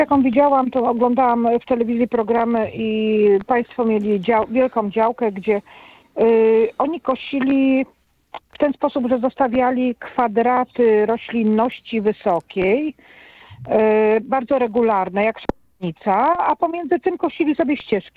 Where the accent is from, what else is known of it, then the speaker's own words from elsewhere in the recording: Łódź, Łódź Voivodeship, Poland; born there; Urodziłam się w Łodzi, mieszkam na obrzeżach